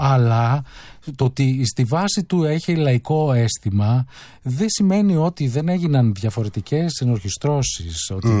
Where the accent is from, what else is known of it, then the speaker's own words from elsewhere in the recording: Koropi, Attica, Greece; born there; Εντάξει, έχω γεννηθεί τη δεκαετία του 70, το 1972, στο Κοροπή. Όταν γεννήθηκα εγώ στο Κοροπή, ακόμα χωματόδρομοι.